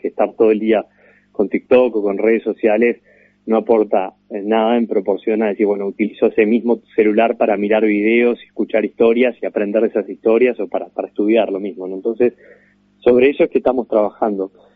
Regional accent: Tacuarembó, Uruguay; del interior vengo, soy de Tacuarembó

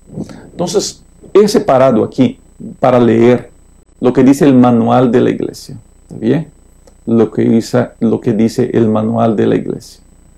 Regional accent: Brazil; now in United States; Yo soy de Brasil, fui creado en Brasil.

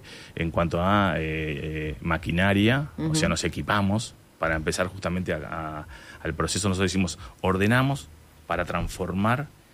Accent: Fray Bentos, Río Negro, Uruguay; born there; yo nací en Fray Ventos

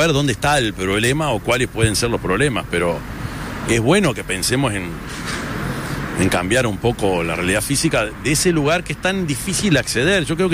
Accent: Uruguay

